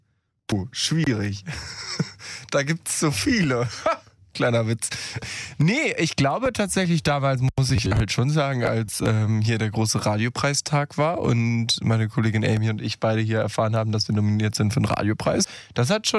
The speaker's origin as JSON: {"language": "German", "region": "Lower Saxony", "country": "Germany", "said": "ich komme aus Niedersachsen"}